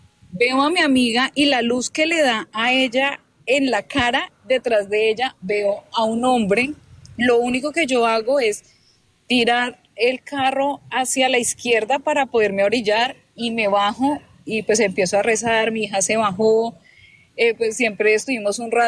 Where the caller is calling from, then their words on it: Ibagué, Tolima, Colombia; De Ibagué.